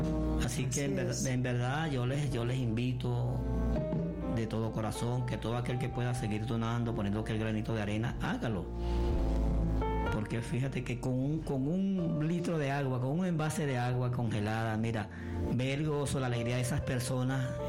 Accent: Venezuela

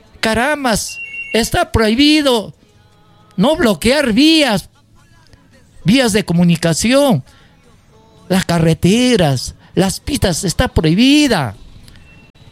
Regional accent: Peru; Soy uno de casi 35 millones de peruanos.

